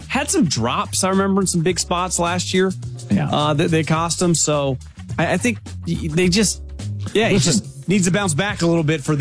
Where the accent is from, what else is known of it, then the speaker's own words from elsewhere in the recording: West Coast, United States; I'm from the West Coast.